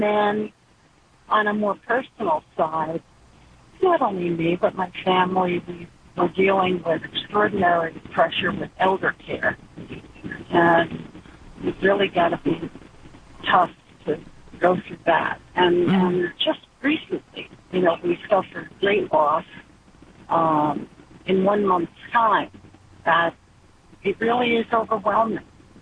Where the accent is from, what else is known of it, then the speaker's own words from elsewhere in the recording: New York, United States; We're really from Westchester County, New York, but it's a gorgeous area